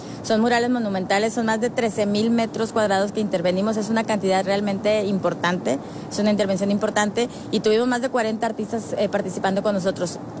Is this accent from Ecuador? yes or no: no; Monterrey, Nuevo León, Mexico; born there; also born or lived in Madrid; Nací en Monterrey, orgullosamente de Nuevo León, y aquí estaré trabajando.